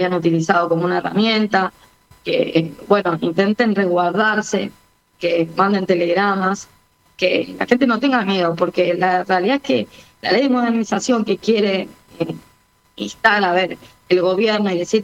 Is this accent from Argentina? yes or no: yes; Argentina; nosotros, como República Argentina